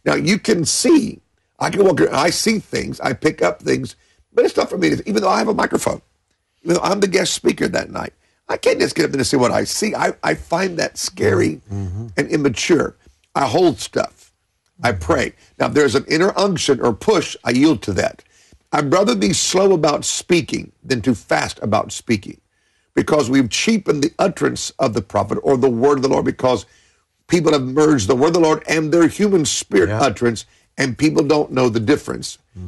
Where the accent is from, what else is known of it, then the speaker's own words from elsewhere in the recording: Tulsa, Oklahoma, United States; I grew up in Tulsa.